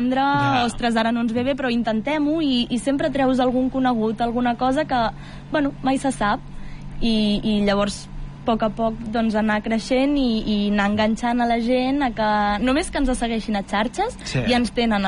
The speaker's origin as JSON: {"language": "Catalan", "region": "Catalonia", "country": "Spain", "tie": "born or raised there", "said": "Jo sóc filla de Vallvell"}